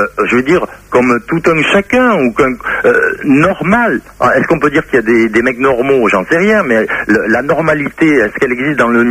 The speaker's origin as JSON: {"language": "French", "town": "Mont-de-Marsan", "region": "Nouvelle-Aquitaine", "country": "France", "tie": "born there"}